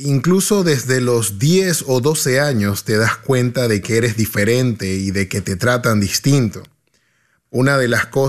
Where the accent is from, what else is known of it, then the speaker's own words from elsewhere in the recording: Gaza, Gaza Strip, Palestine; moved away; Nací y crecí en Gaza. Cuando era joven, mis papás eran parte de la Iglesia Ortodoxa griega y vivíamos bajo mucha influencia de la cultura musulmana.